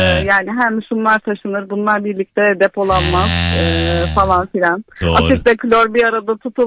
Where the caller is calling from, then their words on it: Antalya, Turkey; Antalya'dan arıyorum.